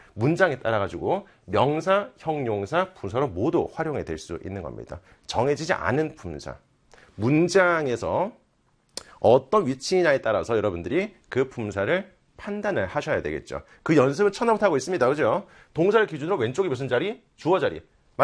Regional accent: South Korea; 우리는 한국인이기 때문에

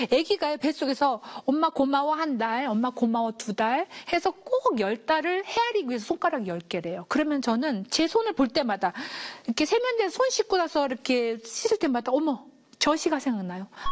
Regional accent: Gongju, South Chungcheong, South Korea; 공주라는 단어였어요. 거기가 제 고향이거든요.

